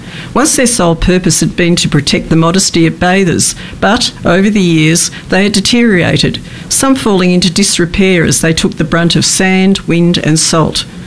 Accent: Australia; being an Australian

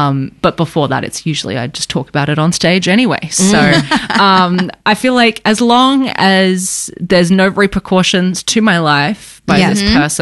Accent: Australia; we're from Australia.

